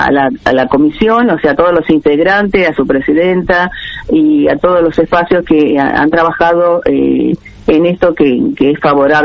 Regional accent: Buenos Aires Province, Argentina

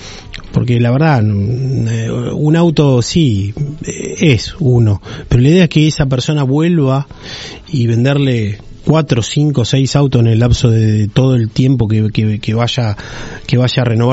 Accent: Bahía Blanca, Buenos Aires Province, Argentina; nosotros somos de Bahía, nosotros nos sentimos ya casi parte de Punta Alta.

